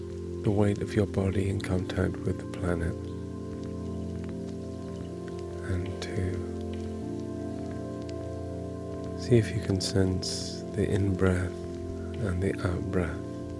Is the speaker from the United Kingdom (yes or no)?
yes; England, United Kingdom; particularly being an English person